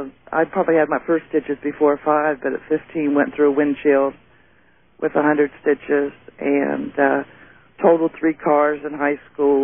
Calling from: Texas, United States; from Texas.

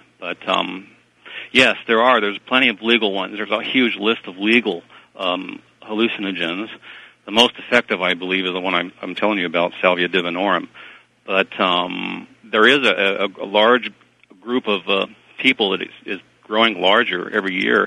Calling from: Kenai, Alaska, United States; in Kenai, Alaska.

